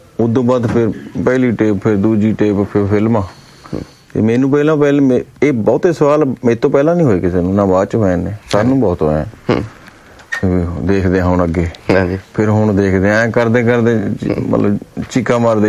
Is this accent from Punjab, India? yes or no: yes; Punjab, India; ਅਸੀਂ ਪੰਜਾਬੀ ਹਾਂ, ਪੰਜਾਬ ਦੀ ਗੱਲ ਕਰਾਂਗੇ, ਸਾਨੂੰ ਤਾਂ ਖੇਤਾਂ ਦਾ ਆਪਦੇ ਮਜ਼ਦੂਰਾਂ ਨਾਲ ਪਿਆਰ ਹੈ